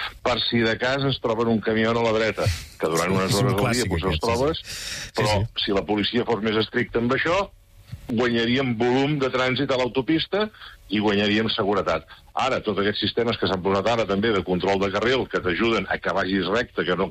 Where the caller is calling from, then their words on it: Girona, Catalonia, Spain; soc de Girona.